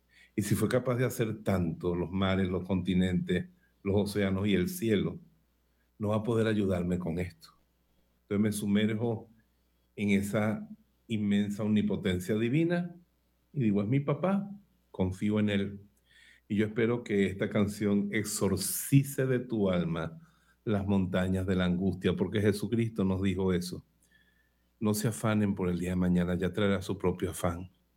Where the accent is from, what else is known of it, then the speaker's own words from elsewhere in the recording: Bejuma, Carabobo, Venezuela; nacieron en Bejuma, en mi pueblo